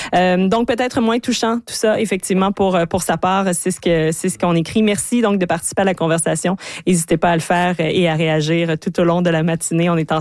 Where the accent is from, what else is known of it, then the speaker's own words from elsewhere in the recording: Quebec, Canada; s'il y a une région qui est populaire au Québec pour pratiquer ce sport, eh bien oui, c'est chez nous, en Haute-Mauricie